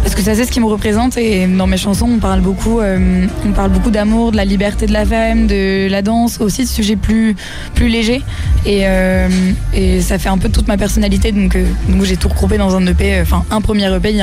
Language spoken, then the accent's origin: French; Flers, Normandy, France; ma mère est espagnole et mon père est français. Et donc j'ai grandi à Flers dans l'Orne, et j'avais vraiment ce côté multiculturel qui était toujours avec moi.